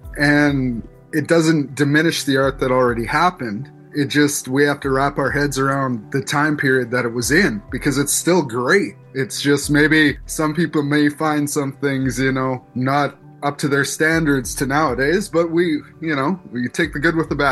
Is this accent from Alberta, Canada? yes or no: yes; Red Deer, Alberta, Canada; also born or lived in Regina, Canada; I was born in Regina, Saskatchewan. I grew up in Red Deer, Alberta, but my Indigenous family is from Kausas First Nation.